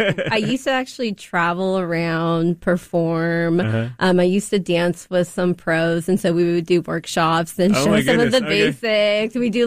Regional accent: Seattle, Washington, United States; I'm born and raised in Seattle.

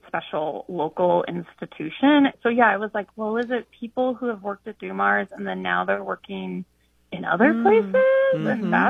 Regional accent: Pacific Northwest, United States; now in Norfolk, United States; So I'm from the Pacific Northwest and have lived in several parts of the United States and moved to Norfolk, which is in the Mid-Atlantic, a few years ago.

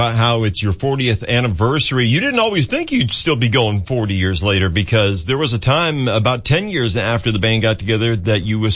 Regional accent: Fairfield, California, United States; I grew up in Fairfield, not far from Sacramento.

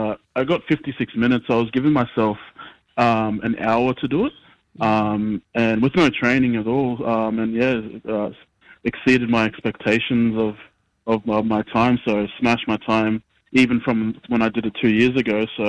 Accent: Brisbane, Queensland, Australia; My mum's from Mobiag Island and my dad's from Vadu Island in the Torres Straits. But I grew up here in Brisbane most of my life.

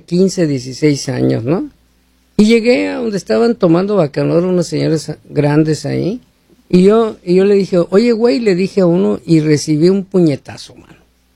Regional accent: Sonora, Mexico; moved away; soy de Sonora y tú sabes la boca que tenemos los sonorenses

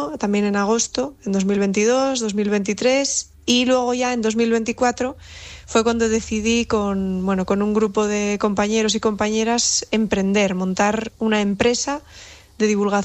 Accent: Allande, Asturias, Spain; born there; por el cielo de mi tierra, por el cielo de Allende

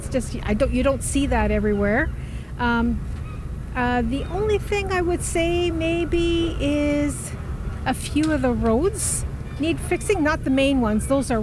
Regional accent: Ontario, Canada; We're from Laving, Ontario. It's a small town in northern Ontario.

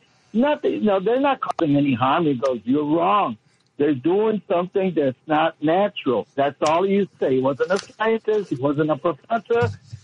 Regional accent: Mexico; moved away; I grew up in Mexico, was born in Mexico.

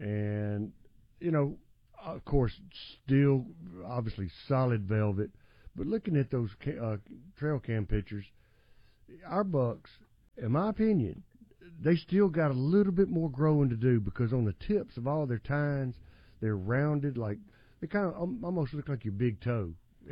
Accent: Montgomery County, Alabama, United States; You know, I grew up here in Montgomery County

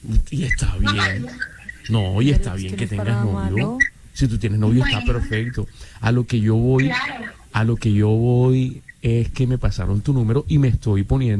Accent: Barranquilla, Atlántico, Colombia; Yo soy de aquí de Barranquilla.

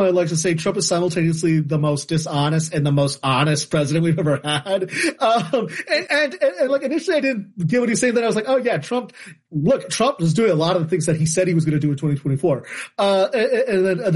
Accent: Chicago, Illinois, United States; born there; Look, I was born in Chicago. I know about the history of Chicago as well

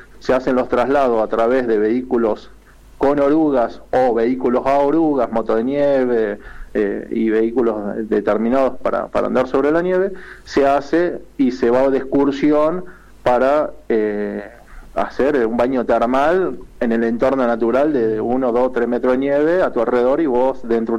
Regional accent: San Francisco, Córdoba, Argentina; moved away as an adult; now in Caviahue, Argentina; yo ya hace casi 30 años vivo acá, yo soy muy cerquita de ustedes, soy cordobés, soy de San Francisco, Córdoba, nacido y criado, y bueno, un día llegué a este lugar hace casi 30 años

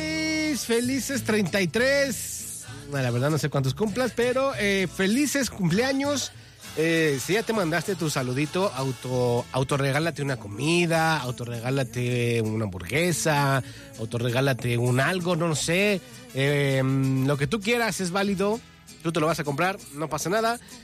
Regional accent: Mexico; nosotros como mexicanos, como anfitriones

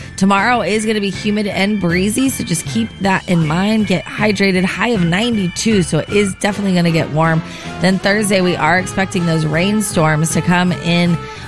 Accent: Santa Barbara, California, United States; now in Nashville, United States; my hometown, Santa Barbara.

